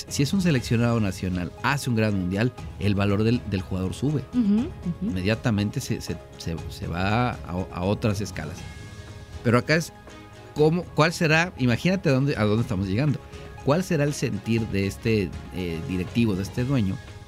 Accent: Mexico; como somos los mexicanos

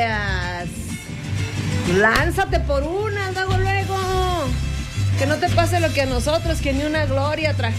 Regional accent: Mexico; Nada más porque somos mexicanos.

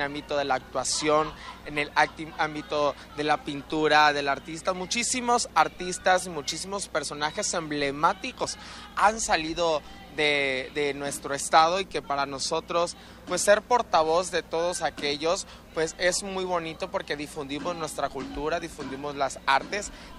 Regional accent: Tabasco, Mexico; yo orgulloso, hondo de ser tabasqueño, de exponer mi gastronomía, de exponer mi cultura.

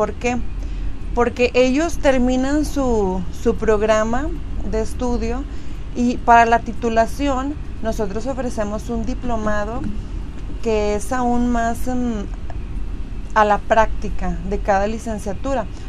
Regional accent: Múzquiz, Coahuila, Mexico; para quienes somos de aquí de Musquis, pues ya conocemos exactamente dónde está la ubicación

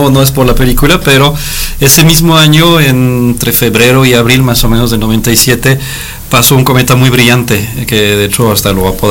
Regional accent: Vendôme, Centre-Val de Loire, France; Spanish is a second language; Se llama Vendôme, pero pues ni en Francia saben dónde está, entonces, pues muy chiquito, son 20,000 habitantes.

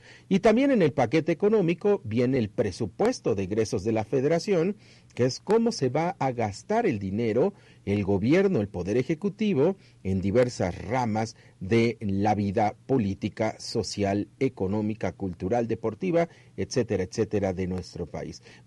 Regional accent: Mexico

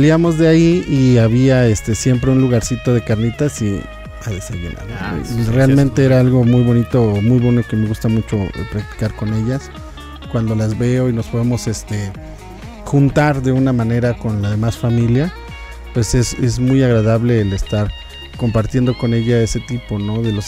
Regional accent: Mexico City, Mexico; nosotros venimos de una familia de la Ciudad de México.

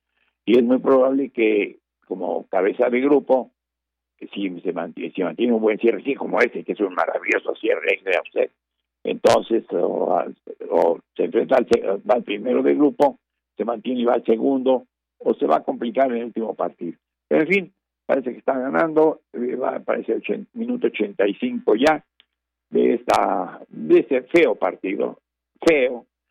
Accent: Mexico; como mexicanos nos puede, yo lo soy, me puede mucho observar el ridículo, la pena, la desgracia del fútbol mexicano

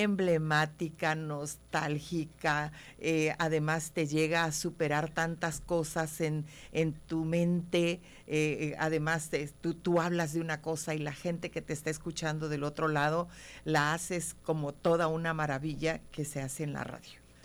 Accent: Nacajuca, Tabasco, Mexico; soy de Nacajuca, soy una hija de Dios, absolutamente.

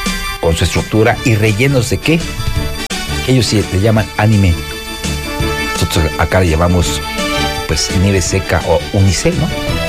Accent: Zitácuaro, Michoacán, Mexico

